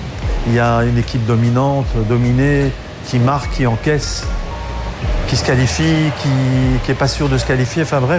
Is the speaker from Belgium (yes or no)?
yes; Belgium; Moi, je suis belge